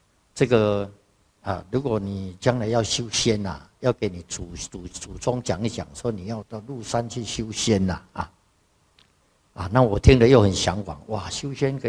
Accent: Taiwan; born there

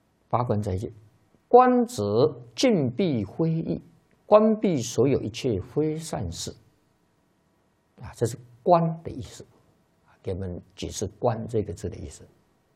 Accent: China; 社会上的人士啊，是我们中国人啊，大概就会想到西游记

